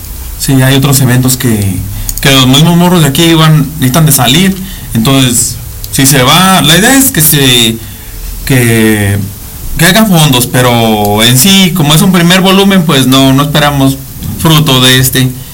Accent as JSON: {"language": "Spanish", "country": "Mexico", "said": "es de todos los mexicanos, nada más mexicanos somos paisas."}